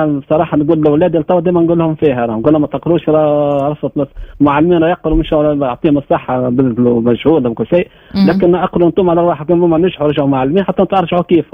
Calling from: Djerba, Medenine, Tunisia

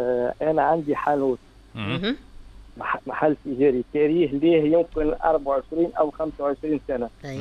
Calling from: Tunis, Tunis Governorate, Tunisia; نكلم فيك من تونس

